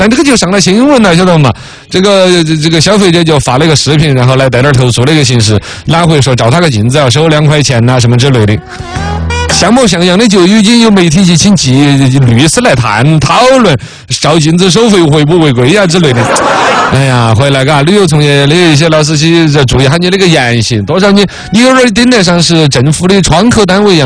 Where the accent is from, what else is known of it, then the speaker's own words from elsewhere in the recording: Sichuan, China; 我们四川人